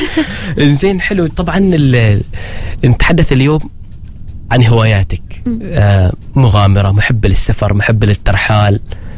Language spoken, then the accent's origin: Arabic; Oman; وإحنا شوية العمانية عن لهجتنا تختلف عن لهجتكم